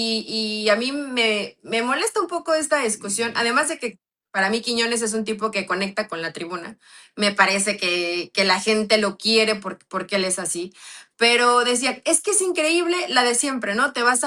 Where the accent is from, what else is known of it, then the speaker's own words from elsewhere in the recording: Mexico; porque no somos así los mexicanos.